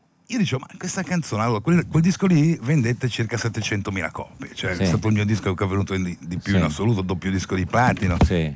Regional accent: Genoa, Liguria, Italy; No, io sono genovese.

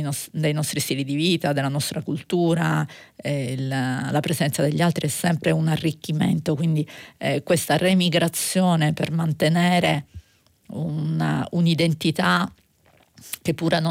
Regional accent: Calabria, Italy; sono calabrese

